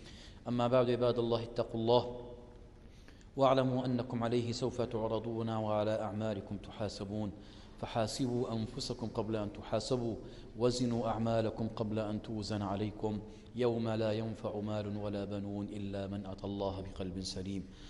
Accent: Jordan; اللهم اجعل بلدنا الأردن بلد أمن وأمان، وأمان واستقرار، بلد رخاء وسرور يا أكرم الأكرمين

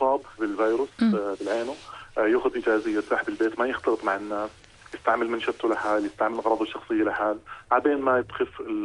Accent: Jordan; عندنا بالأردن

